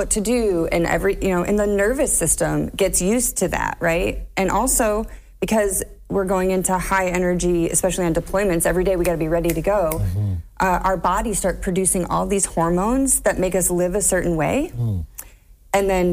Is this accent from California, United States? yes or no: no; Swanton, Ohio, United States; So I'm originally, I graduated from Swanton High School.